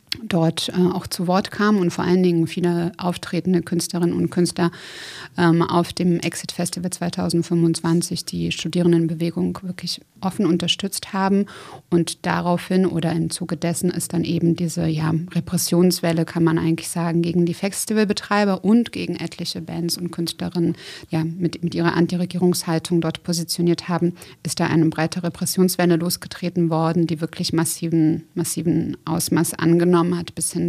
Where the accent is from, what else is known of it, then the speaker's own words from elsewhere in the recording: Novi Sad, Vojvodina, Serbia; Ich war erst vor knapp 10 Tagen da, Novi Sad, meine Heimatstadt.